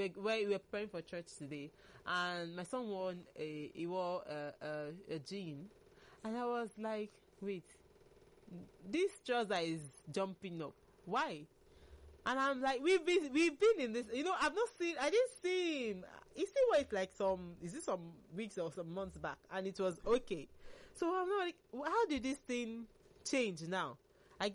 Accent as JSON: {"language": "English", "country": "Nigeria", "said": "one of the pains I have being a Nigerian is the fact that our elections, we still have the same conversation"}